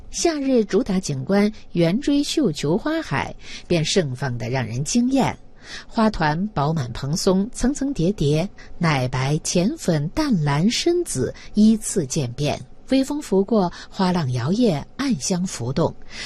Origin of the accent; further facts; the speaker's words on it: Yunnan, China; 作为云南人，记者也是第一次见